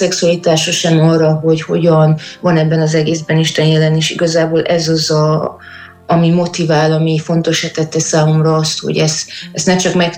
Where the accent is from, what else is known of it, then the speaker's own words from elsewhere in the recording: Brașov, Brașov County, Romania; now in Târgu Mureș, Romania; Brassóiak vagyunk, de Marosvásárhelyen élünk már egy jó ideje.